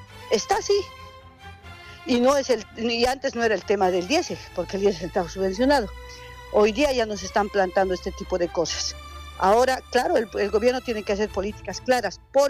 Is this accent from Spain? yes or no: no; El Alto, La Paz, Bolivia; Primero, yo vengo de la ciudad del Alto